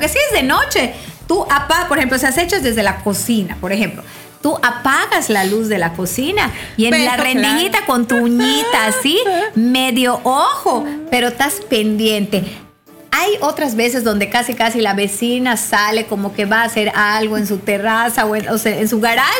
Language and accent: Spanish; Mexico; algo que es como muy, muy de mexicanos es que sí, somos como muy molocheros.